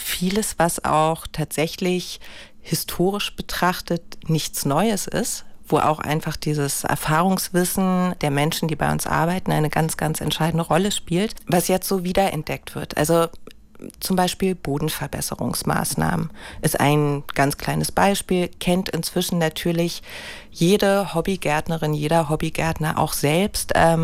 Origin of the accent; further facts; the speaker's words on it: Berlin, Germany; als Berlinerin kommt man ja eh nicht dran vorbei.